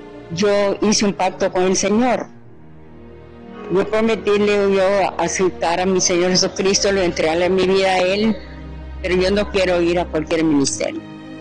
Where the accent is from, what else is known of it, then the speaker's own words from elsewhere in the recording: Campo Cielo, Comayagua, Honduras; Campo Cielo, Comayagua.